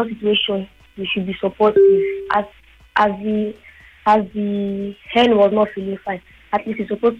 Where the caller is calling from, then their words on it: Lagos, Nigeria; I'm calling you from Ijegun Fagbile.